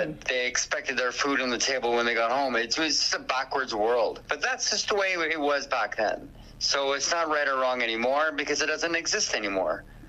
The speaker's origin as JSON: {"language": "English", "town": "Edmonton", "region": "Alberta", "country": "Canada", "said": "I'm from the Mississauga Enoch Cree tribe out of Edmonton, Alberta"}